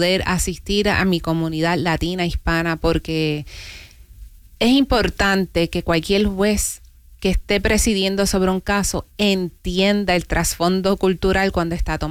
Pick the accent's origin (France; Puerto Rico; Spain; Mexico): Puerto Rico; now in Florida, United States; Soy la primera puertorriqueña, hispanohablante, conocedora de la cultura latina que se está postulando para una posición de juez en el condado de Pinellas y Pasco County.